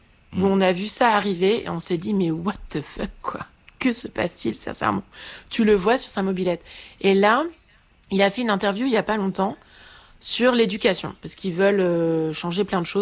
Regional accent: Caen, Normandy, France; C'est que moi, je viens de Caen, en fait.

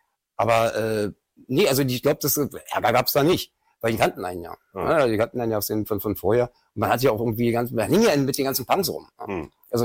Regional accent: Berlin, Germany; Geboren in Schöneberg, groß geworden in Kreuzberg.

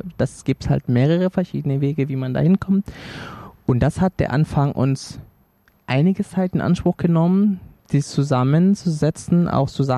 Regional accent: Senegal; German is a second language; now in Germany; die auch ihre Eltern aus meiner Heimat in der Nähe kommt, in Senegal.

